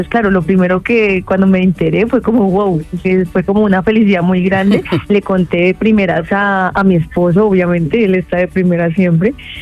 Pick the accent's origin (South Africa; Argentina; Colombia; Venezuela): Colombia; Bogotá, Bogotá Capital District; moved away as an adult; also born or lived in Galicia, Spain; now in Madrid, Spain; en mi caso, mi familia es, mi mamá es de Santander y mi papá es de Boyacá, entonces por eso se le llama rolos.